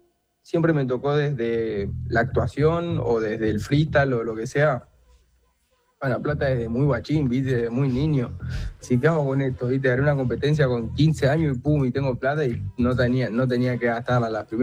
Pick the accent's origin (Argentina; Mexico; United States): Argentina; esto lo digo sin pena, como argentino, Messi te hace ser bastante el Barça. Entonces me crié con los colores culé